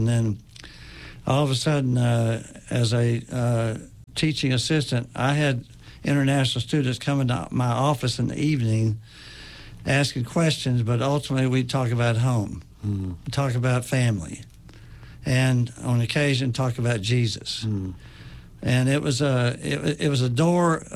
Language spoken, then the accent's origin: English; Bristol, United States; also born or lived in New Jersey; I was born in 47, mm-hmm. So I was born in New Jersey, mm-hmm. 2 years old when they moved back to Bristol.